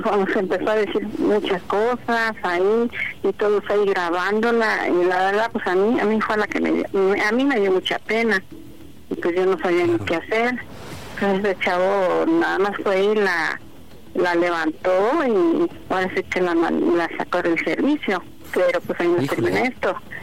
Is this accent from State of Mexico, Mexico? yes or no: yes; State of Mexico, Mexico; Tengo 59 y soy del estado, de aquí, de México.